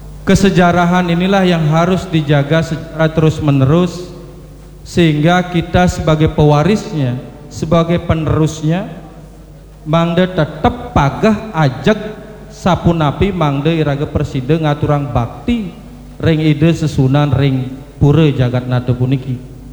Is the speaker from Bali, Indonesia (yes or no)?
yes; Buleleng, Bali, Indonesia; Karena identitas nih harus dimulai dari rasa bangga untuk menunjukkan bahwa saya orang Buleleng dengan sisi sejarahnya dan sisi historisnya.